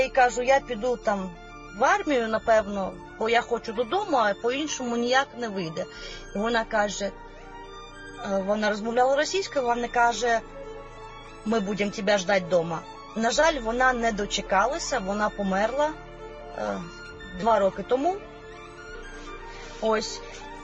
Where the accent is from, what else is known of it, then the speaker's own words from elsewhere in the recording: Crimea, Ukraine; moved away; я сама з Криму, і фактично повертатися було нема куди